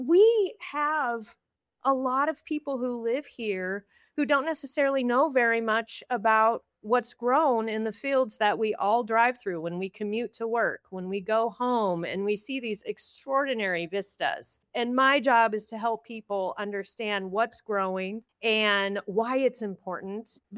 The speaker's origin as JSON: {"language": "English", "region": "Oregon", "country": "United States", "tie": "born or raised there", "lives_now": "Skagit Valley, United States", "said": "I grew up in Oregon and moved to the beautiful Skagit Valley in 2014. Love being here."}